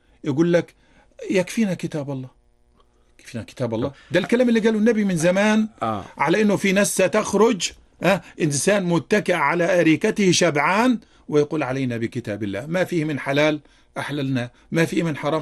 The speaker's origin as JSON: {"language": "Arabic", "country": "Egypt", "said": "بلدنا مصر"}